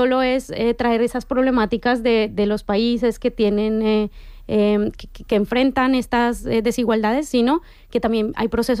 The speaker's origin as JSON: {"language": "Spanish", "country": "Colombia"}